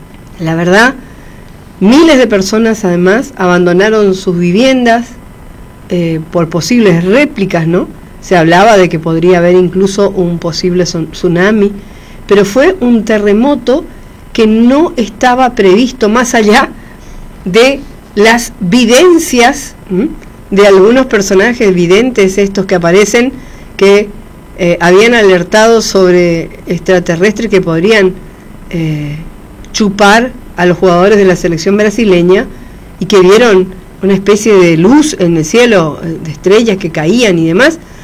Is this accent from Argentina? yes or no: yes; Argentina